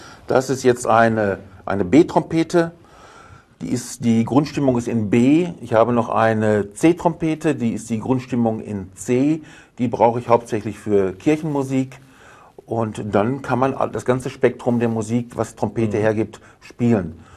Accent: Northern Germany, Germany; Da, wo ich herkomme, wird Plattdeutsch geredet.

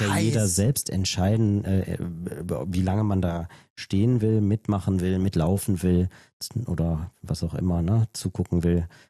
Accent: Trier, Rhineland-Palatinate, Germany; Weil das meine Heimatstadt ist.

